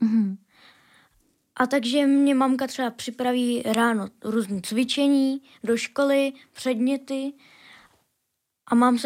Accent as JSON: {"language": "Czech", "town": "Jičín", "region": "Hradec Králové Region", "country": "Czechia", "said": "znám se s takovým panem varhaníkem u nás v Jičíně"}